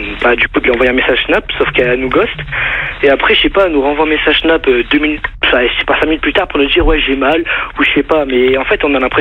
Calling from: Béziers, Occitanie, France; je suis pas de Paris, je suis de Béziers, moi.

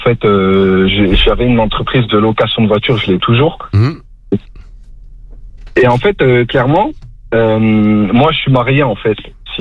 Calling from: Bagneux, Île-de-France, France; Je suis à Bagneux.

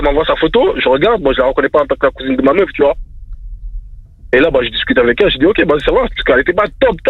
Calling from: Viry-Châtillon, Île-de-France, France; Moi, je suis à Viry

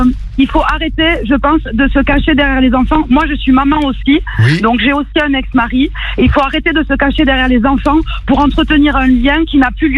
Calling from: Toulouse, Occitanie, France; Je suis à Toulouse.

